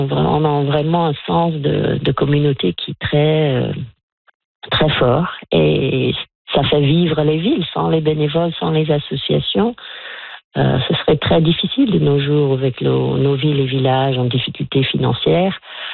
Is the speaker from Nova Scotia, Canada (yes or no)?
yes; Nova Scotia, Canada; born there